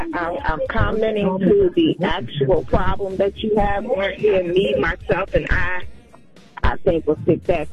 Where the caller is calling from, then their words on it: Minneapolis, Minnesota, United States; I am actually from Minneapolis.